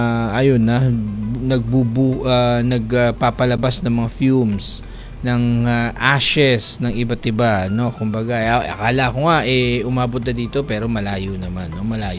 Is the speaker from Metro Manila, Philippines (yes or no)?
no; Bangsamoro, Philippines; I mean, one of my fascination being a Muslim, being a Filipino Muslim, being a Maranao, na tila baga, uy, grabe ah.